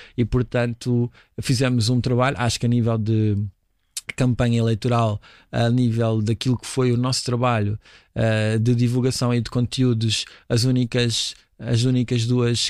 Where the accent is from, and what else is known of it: Lisbon, Portugal; born or raised there